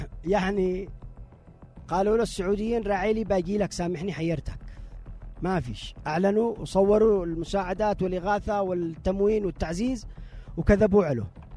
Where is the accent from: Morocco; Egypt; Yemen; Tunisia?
Yemen